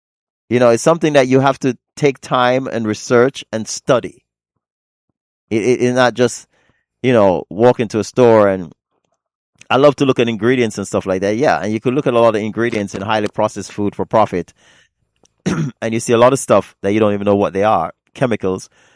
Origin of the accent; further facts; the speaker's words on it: New York City, New York, United States; moved away; I grew up in Harlem during the 80s.